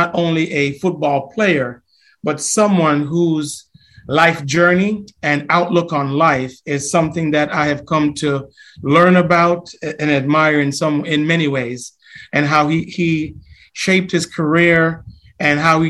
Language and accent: English; Jamaica; moved away as an adult; also born or lived in Washington, D.C.; when I was a young man growing up in Jamaica